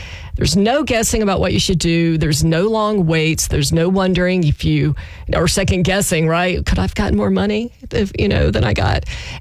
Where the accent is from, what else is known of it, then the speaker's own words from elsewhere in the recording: Louisiana, United States; where I grew up in South Louisiana